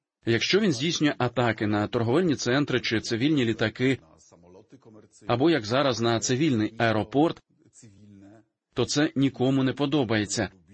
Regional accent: Poland; У Польщі, в моєму рідному місті

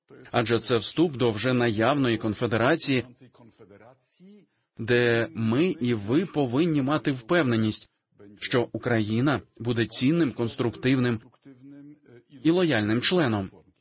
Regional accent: Poland; У Польщі, в моєму рідному місті

